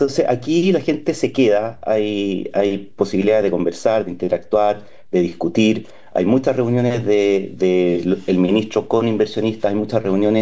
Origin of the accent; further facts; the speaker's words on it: Chile; sino que somos dos chilenos medios perdidos, oye, ¿cómo se toma el taxi?